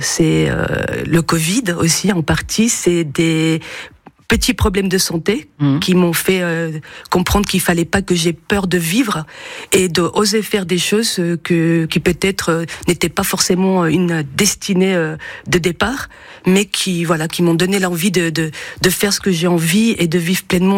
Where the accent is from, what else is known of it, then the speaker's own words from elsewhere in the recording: Spain; born there; first language Spanish; French is a second language; Non, effectivement, je suis née en Espagne et le français, on va dire que c'est ma deuxième langue parce que souvent, je pense plus en français qu'en espagnol